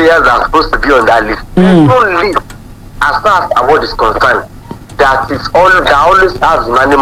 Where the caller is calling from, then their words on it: Ibadan, Oyo, Nigeria; I'm calling you from Agodi area.